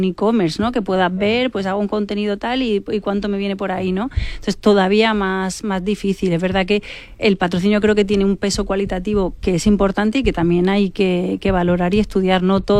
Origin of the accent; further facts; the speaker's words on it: Almería, Andalusia, Spain; yo que soy de Almería